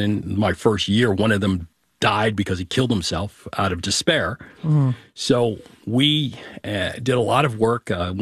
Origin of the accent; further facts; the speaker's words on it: Westfield, New Jersey, United States; I grew up in Westfield, New Jersey.